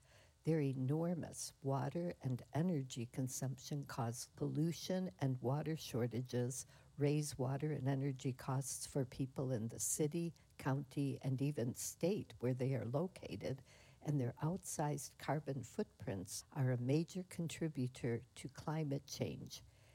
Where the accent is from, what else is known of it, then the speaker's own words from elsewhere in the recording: Chicago, Illinois, United States; now in Duluth, United States; I grew up in Chicago